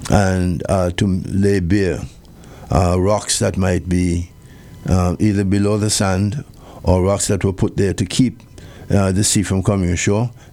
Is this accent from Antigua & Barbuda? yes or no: yes; Antigua & Barbuda